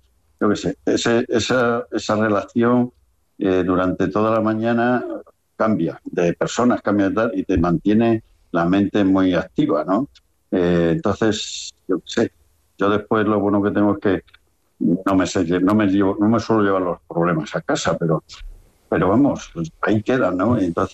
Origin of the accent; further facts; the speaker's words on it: Extremadura, Spain; moved away; Yo me siento extremeño, pero también miguelete, porque... Claro. 34 años tienen que dejarte algo, y más viviendo aquí en este sentido, ¿entiendes?